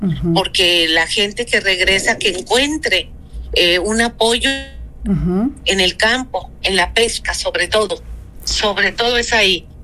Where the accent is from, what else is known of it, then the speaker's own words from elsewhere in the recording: Mexico; Como mexicanos debemos de estar unidos